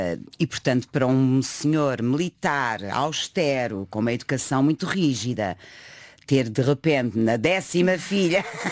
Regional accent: Lisbon, Portugal; eu nasci e cresci nos Olivais.

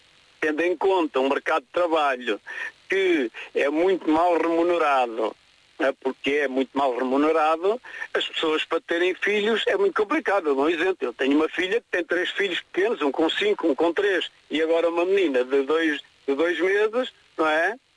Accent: Leiria, Portugal; eu sou de Leiria, o presidente é PS e eu acho que fez um bom trabalho, votei nele

